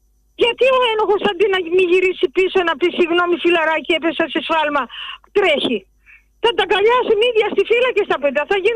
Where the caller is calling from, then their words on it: Athens, Attica, Greece; Εγώ κατεβαίνω στο Σύνταγμα, είμαι Αθηναία.